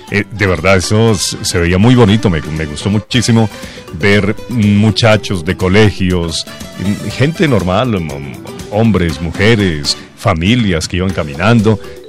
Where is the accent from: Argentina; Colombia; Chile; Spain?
Colombia; no me representa como colombiano